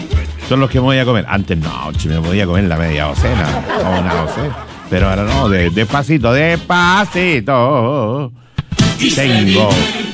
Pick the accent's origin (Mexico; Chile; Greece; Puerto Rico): Chile; No, soy chileno y pa' qué.